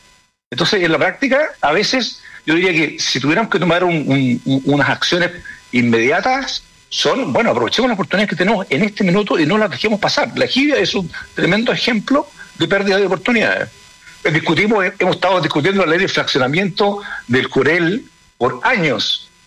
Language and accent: Spanish; Chile; porque uno se imagina siempre que como chilenos vamos a hacer cosas medias mal terminadas.